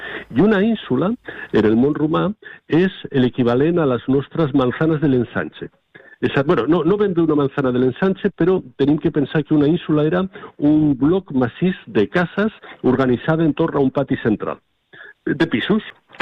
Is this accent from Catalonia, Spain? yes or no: yes; Tarragona, Catalonia, Spain; jo recordo de nen a Tarragona, jo vivia en una casa de lloguer amb els meus pares